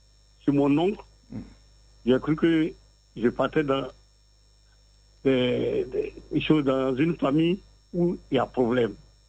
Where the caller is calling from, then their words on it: Abidjan, Côte d’Ivoire; J'appelle lors des deux plateaux.